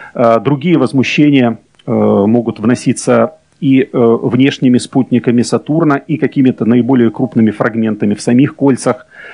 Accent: Ulyanovsk Oblast, Russia; Я из Ульяновской области, поэтому мне это важно.

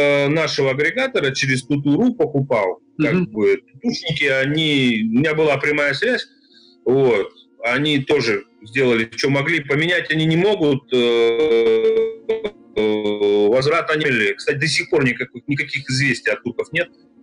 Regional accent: Russia; Я говорю: я из России.

